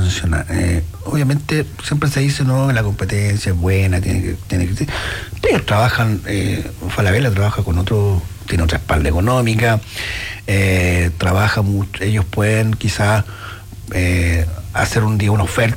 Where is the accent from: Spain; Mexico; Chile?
Chile; Temuco, Araucanía; now in Coyhaique, Chile; Yo soy de Temuco